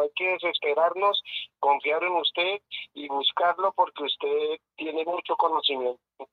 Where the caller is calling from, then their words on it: Bogotá, Colombia; Aquí del barrio Galán, aquí en Bogotá.